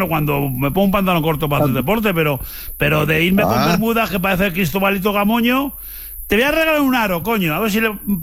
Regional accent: Villarreal, Valencian Community, Spain; pueblo, Villarreal.

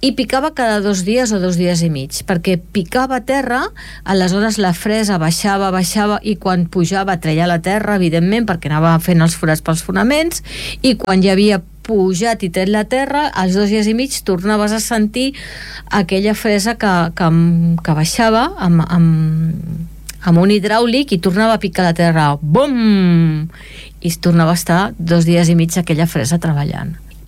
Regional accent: Esplugues de Llobregat, Catalonia, Spain; I encara se'n parla, perquè dic, soc d'Esplugues, i em diuen, del Caufec.

